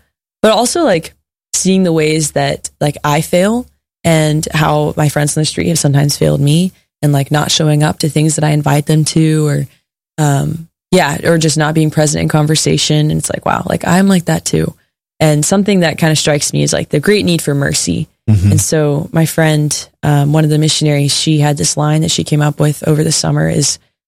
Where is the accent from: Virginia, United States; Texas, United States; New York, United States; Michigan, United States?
Texas, United States; And talking about our home states. I've never talked about Texas more in my life.